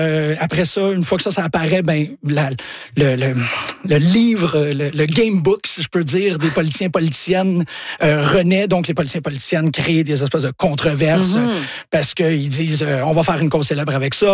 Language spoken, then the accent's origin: French; Montreal, Quebec, Canada; Mon premier souvenir d'une librairie, c'est quand j'étais jeune, ici à Montréal, sur Sainte-Catherine, il y a une librairie qui s'appelait Argo